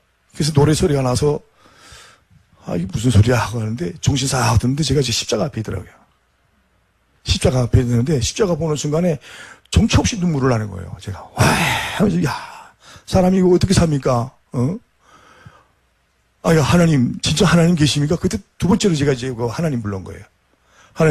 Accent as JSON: {"language": "Korean", "country": "North Korea", "moved": "as an adult", "lives_now": "South Korea"}